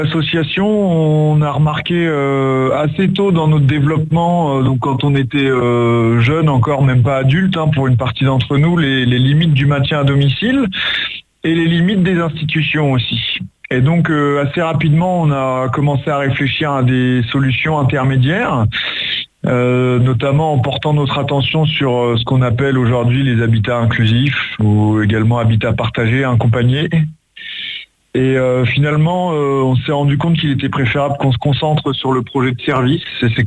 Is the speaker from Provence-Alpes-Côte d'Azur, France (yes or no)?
no; Incarville, Normandy, France; now in Rouen, France; j'ai 31 ans, j'habite actuellement à Rouen, mais j'ai grandi à Incarville